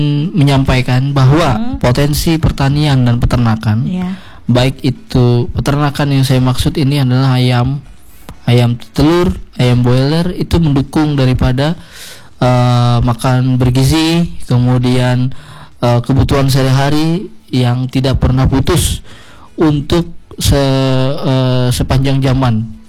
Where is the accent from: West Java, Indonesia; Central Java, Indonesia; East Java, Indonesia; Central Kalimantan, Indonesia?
Central Kalimantan, Indonesia; Diriset sebuah karya kita, orang Kalimantan Tengah.